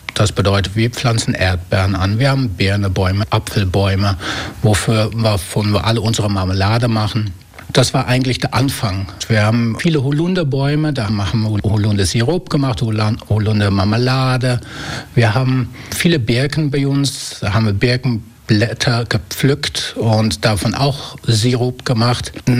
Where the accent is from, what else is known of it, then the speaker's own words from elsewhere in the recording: Netherlands; moved away as an adult; also born or lived in Black Forest, Germany; now in Füssen, Germany; Ich bin Holländer, wohne aber seit 30 Jahren hier in Deutschland.